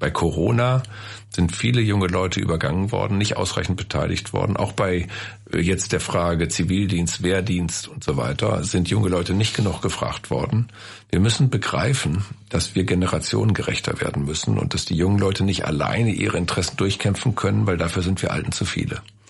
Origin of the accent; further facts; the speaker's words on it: Osnabrück, Lower Saxony, Germany; now in Hannover, Germany; Und das ist meine Heimatstadt, das bleibt meine Heimatstadt. Jetzt lebe ich ja bei Hannover, aber bin oft in Osnabrück